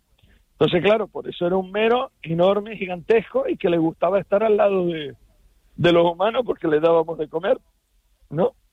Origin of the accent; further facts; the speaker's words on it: El Hierro, Canary Islands, Spain; yo que voy a decir que soy del Hierro